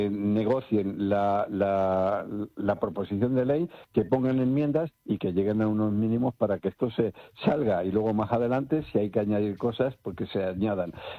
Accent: Spain; porque todos somos españoles.

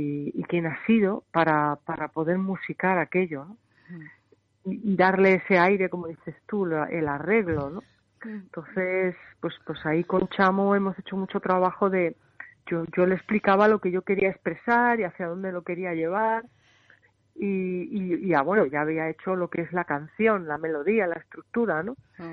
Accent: Huelva, Andalusia, Spain; Huelva, y cantar en plazas como esa, pues para mí es como una emoción añadida, ¿no? Porque es la tierra de donde vengo, que la siento más cercana y es donde quiero que me quieran.

